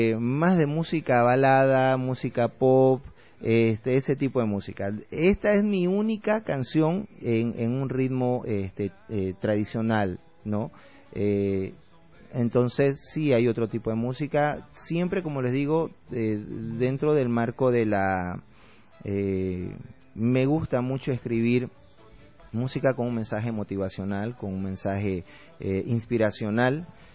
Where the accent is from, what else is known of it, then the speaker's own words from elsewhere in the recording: Santa Cruz de la Sierra, Santa Cruz, Bolivia; also born or lived in Sucre, Chuquisaca; Yo nací en Sucre, en Chuquisaca. De muy chiquitito nos vinimos con toda mi familia a Santa Cruz. Y bueno, sí, a mí me tocó conocer la Santa Cruz de los Arenales, fuera del Cuarto Anillo.